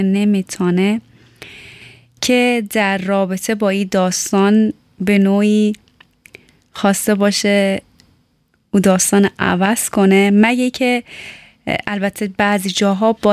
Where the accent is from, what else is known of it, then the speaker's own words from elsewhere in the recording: Tehran, Tehran Province, Iran; چون همیشه گفتم متولد ایران هستم، خود در کوچه پس کوچه های تهران میدیدم و سرگرم بازی و شیطنت و راه مدرسه، دوست دوران مدرسه،